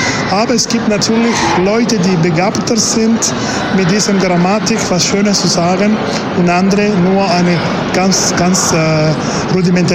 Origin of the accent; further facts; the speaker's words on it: Argentina; German is a second language; now in France; Ich komme aus Argentinien und wir haben die Tradition von Italien übernommen.